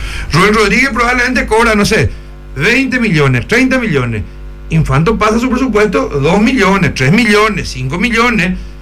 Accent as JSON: {"language": "Spanish", "town": "Luque", "region": "Central", "country": "Paraguay"}